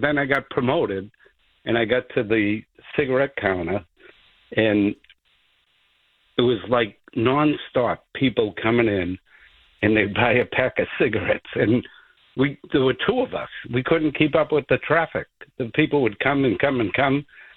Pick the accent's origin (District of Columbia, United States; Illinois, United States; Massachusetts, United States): Massachusetts, United States; Boston; now in Canton, United States; I grew up in the city. I spent my whole life in the city.